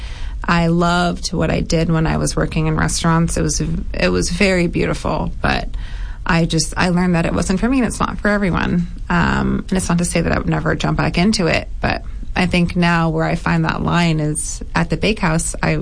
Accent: New Orleans, Louisiana, United States; born or raised there; moved away as an adult; also born or lived in San Francisco

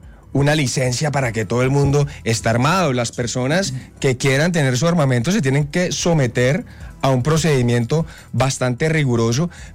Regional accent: Cali, Valle del Cauca, Colombia; Claro, un saludo aquí a toda mi tierra, Cali, el Valle del Cauca.

